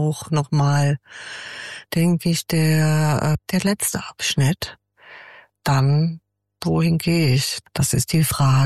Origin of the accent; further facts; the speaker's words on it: Frankfurt, Hesse, Germany; now in Bonn, Germany; ich komme jetzt aus Deutschland. Ich komme aus Hessen, ursprünglich aus Frankfurt. Und jetzt wohne ich in Bonn, im Rheinland.